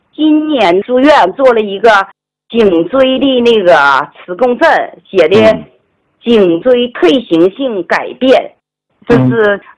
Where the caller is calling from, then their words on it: Shuangyashan, Heilongjiang, China; 我来自黑龙江省双鸭山市。我今年呢59岁。